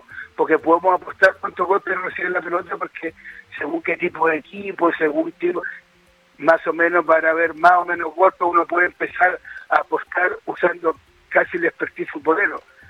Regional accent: Chile; yo realmente voy a Argentina, muchachos, siendo chileno

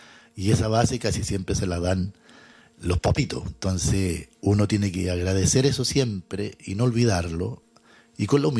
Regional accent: Linares, Maule, Chile; yo soy de Linares

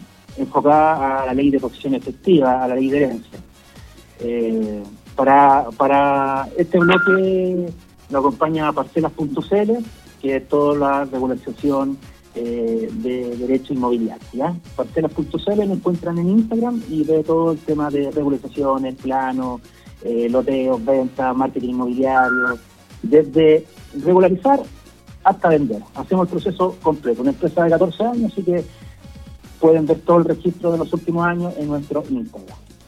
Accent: San Vicente de Tagua Tagua, O'Higgins, Chile; Yo soy sanvicentano de Tomo y Lomo, salí de la oscura

